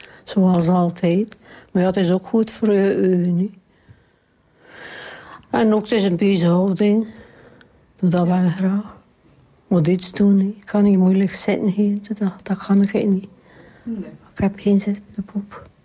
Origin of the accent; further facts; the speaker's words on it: Oudenburg, West Flanders, Belgium; Ja, ik ben van Oudenburg.